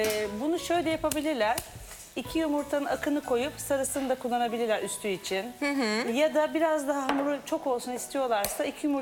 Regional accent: Rize, Turkey; Ben de biliyorsun Rize'liyim ama hep baharatlı seviyorum.

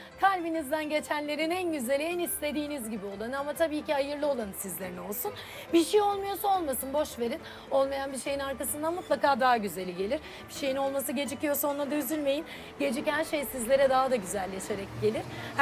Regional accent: Istanbul, Turkey; İstanbul'danız.

